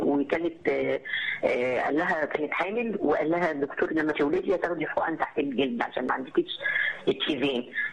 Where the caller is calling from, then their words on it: Cairo, Cairo Governorate, Egypt; من القاهرة.